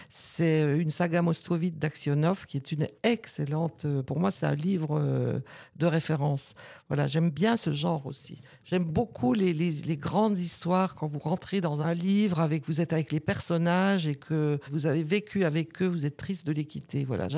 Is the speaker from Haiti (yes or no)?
no; La Bresse, Grand Est, France; moved away as an adult; also born or lived in Nancy / United States / Paris; Je suis née à la Bresse. J'ai grandi à la Bresse. Je suis partie de la Bresse comme beaucoup de jeunes à mon époque, dans les années 70, pour faire mes études. À Nancy d'abord, des études en communication.